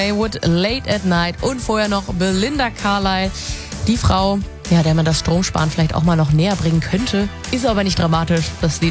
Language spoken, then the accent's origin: German; Saxony, Germany; Das ist mehr oder weniger direkt vor der Haustür und den sächsischen Tourismus als Sachse stärken.